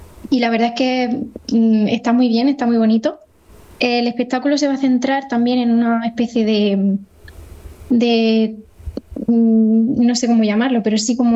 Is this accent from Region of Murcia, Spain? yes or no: yes; Caravaca de la Cruz, Region of Murcia, Spain; Yo soy de Caravaca de la Cruz, o sea que somos zona más o menos cercana en cuanto a folclore.